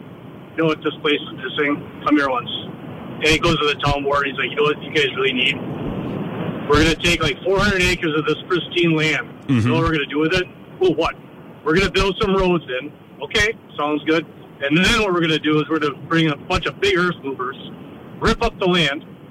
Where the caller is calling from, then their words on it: Marshall, Wisconsin, United States; out of Marshall.